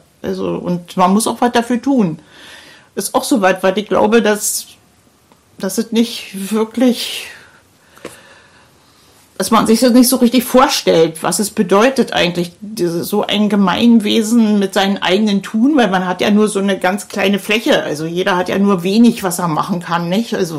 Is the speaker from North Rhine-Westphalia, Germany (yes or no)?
no; Berlin, Germany; wo ich so fasziniert bin als Berlinerin, weil in Berlin interessiert sich keiner für den anderen, der da nebenan wohnt.